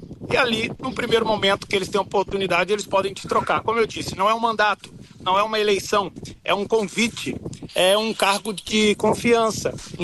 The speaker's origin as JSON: {"language": "Portuguese", "country": "Brazil", "tie": "born there", "also_born_or_lived": "United States", "moved": "as an adult", "said": "Eu me mudei dos Estados Unidos para o Brasil, voltei para o meu país, né? O meu país natal, a minha nação, meu país que eu amo, mas eu estava nos Estados Unidos a trabalho. Estava há 8 anos já."}